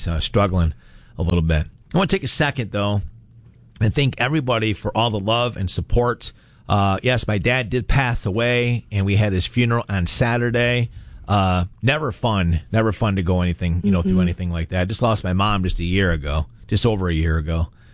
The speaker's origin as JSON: {"language": "English", "region": "New York", "country": "United States", "tie": "born or raised there", "moved": "yes", "lives_now": "Syracuse, United States", "said": "because I'm not from Syracuse. I grew up outside the Rochester area. But my mom and dad were brought up in the Southern Tier."}